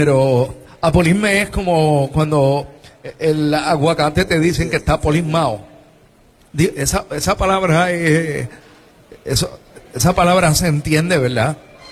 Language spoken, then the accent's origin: Spanish; San Juan, Puerto Rico; yo soy de Country Club, pero o sea, cerca de allí.